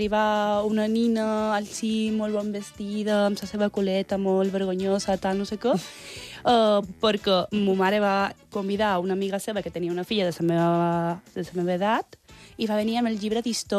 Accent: Palma, Balearic Islands, Spain; accent: Palma Mallorcan; Jo soc ben llongueta

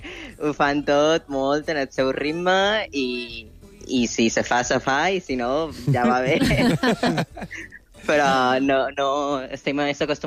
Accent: Inca, Balearic Islands, Spain; moved away as an adult; now in Portugal; Jo d'Inca.

